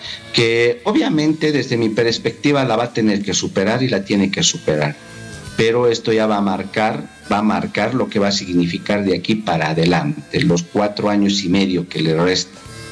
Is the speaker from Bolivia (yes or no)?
yes; Bolivia; algo que los bolivianos habíamos dicho, enterremos.